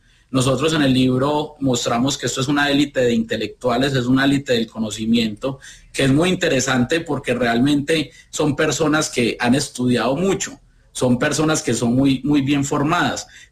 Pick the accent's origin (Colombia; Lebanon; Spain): Colombia